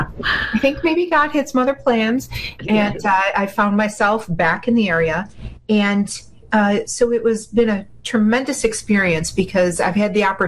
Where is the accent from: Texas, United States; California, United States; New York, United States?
New York, United States; Niagara Falls; also born or lived in Georgia; Well, first of all, I was born and raised in Niagara Falls, and I had the opportunity to move away from Niagara Falls and practice as a lawyer in Georgia.